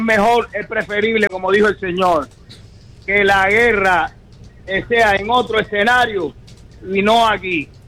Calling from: Cuba; Siendo cubano y habiendo venido de una familia de músicos

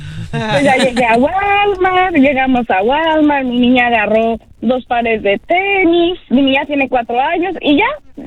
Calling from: Mexico; yo soy latina, estoy orgullosa de ser mexicana

